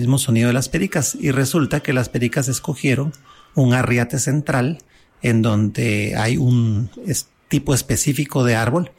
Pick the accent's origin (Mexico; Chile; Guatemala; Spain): Guatemala; soy de Guatemala.